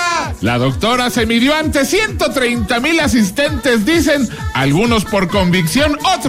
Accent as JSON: {"language": "Spanish", "country": "Mexico", "said": "somos mexicanos y nacimos para perder."}